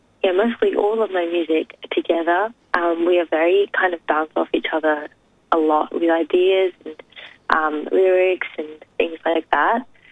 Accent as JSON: {"language": "English", "country": "Australia", "tie": "born or raised there", "said": "growing up in a Japanese-speaking household and still consuming, like obviously I grew up in Australia"}